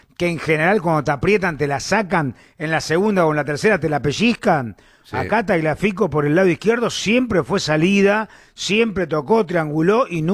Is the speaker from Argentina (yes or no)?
yes; Argentina; nosotros somos Argentina y nosotros estamos orgullosos y contentos y felices.